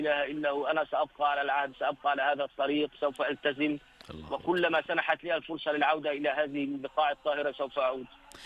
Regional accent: Egypt; now in Amsterdam, Netherlands; أنا أصلا من مصر

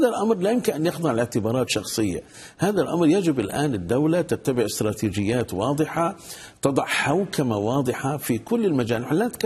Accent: Aleppo, Aleppo Governorate, Syria; أنا ابن مدينة حلب، يتعرض أهالي حلب لتنمر كبير جدا

